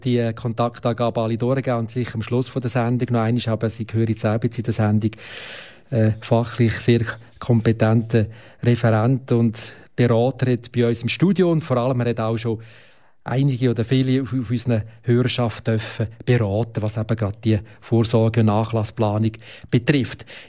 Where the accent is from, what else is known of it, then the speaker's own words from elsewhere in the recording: Switzerland; wir als Schweizer, unsere Gesellschaft, tut für die Zukunft Vorsorge.